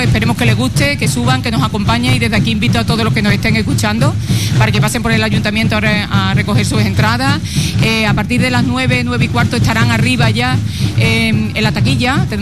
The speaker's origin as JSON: {"language": "Spanish", "country": "Spain", "tie": "born or raised there", "moved": "yes", "said": "Yo soy de Alaní, yo me siento"}